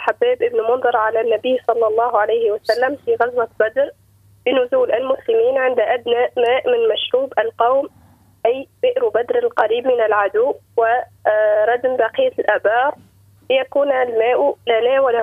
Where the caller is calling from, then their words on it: Kef Governorate, Tunisia; من ولاية كيف.